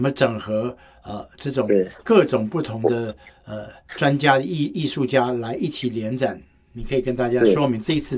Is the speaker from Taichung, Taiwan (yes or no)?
no; Tainan, Taiwan; 因为我的老家在台南哦